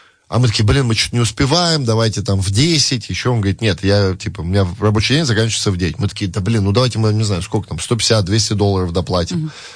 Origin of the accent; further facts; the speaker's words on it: Moscow, Russia; moved away; Мы приехали, еще раз говорю, из Москвы, из той России, из той Москвы, я не знаю, как сейчас, где все было четко, где все капец как работало